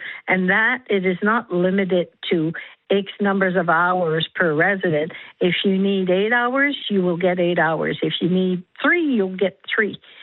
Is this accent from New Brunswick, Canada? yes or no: yes; New Brunswick, Canada; I'm from New Brunswick, but also Manitoba had what we used to call extramural